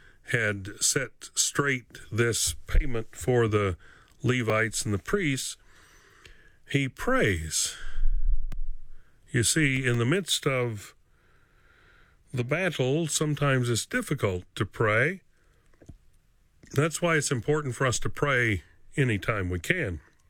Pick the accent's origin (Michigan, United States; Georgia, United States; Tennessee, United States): Tennessee, United States; when I grew up in Northeast Tennessee as a youngster